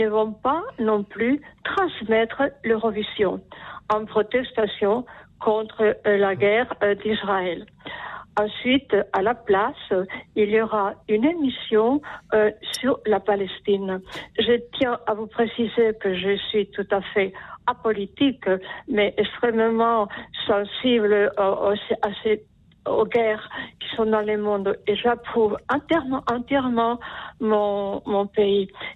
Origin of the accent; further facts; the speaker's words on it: Castile, Spain; je suis espagnole, tout à fait, castillane.